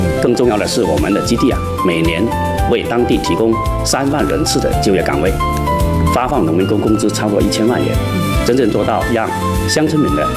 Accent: Guangxi, China; 咱们广西人对土地的敬畏

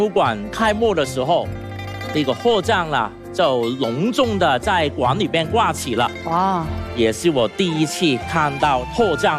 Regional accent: Hong Kong; 我们香港人

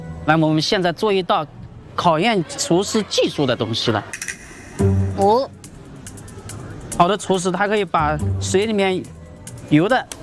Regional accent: Ganzhou, Jiangxi, China; 因为我们赣州人95%是客家人，中原迁徙过来的。

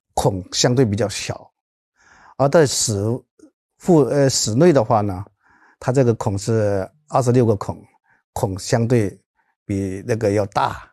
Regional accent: China

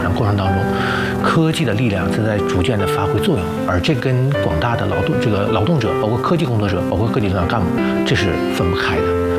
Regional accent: Jilin, China; 我们吉林人呢，包括像科研院所的工作人员、各级领导干部，没有退缩

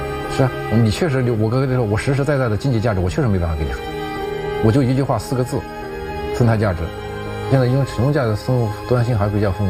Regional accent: Hubei, China; born there; 因为我小的时候是在小磨盘出生的

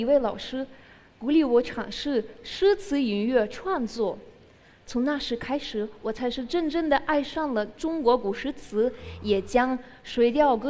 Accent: Russia; Chinese is a second language; now in Beijing, China; ，目前在清华大学读国际关系专业，大四。

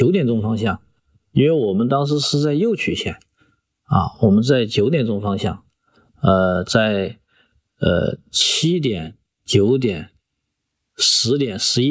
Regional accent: Chengdu, Sichuan, China; 上世纪90年代，有外国专家说我们成都属于成都的地质情况属于世界性的难题，我们中国人没法去单独去完成这个施工的任务。

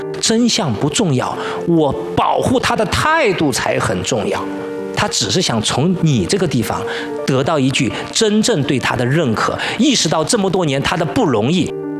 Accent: China; 我们中国人

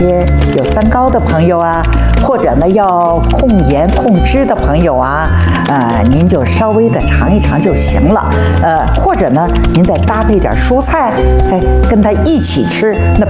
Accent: Shanghai, China; 我告诉您呢，我是上海人，俺那上海人不大吃大蒜的一个，

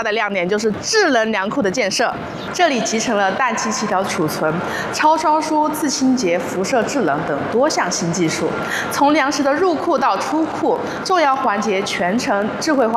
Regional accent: Sichuan, China; 咱们四川人只管坐在茶馆里

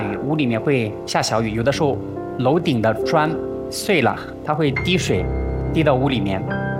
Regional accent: Luoyang, Henan, China; now in Shenzhen, China; 我老家来自河南洛阳，因为从小家里面条件非常差，就是用泥巴盖的那种房子啊

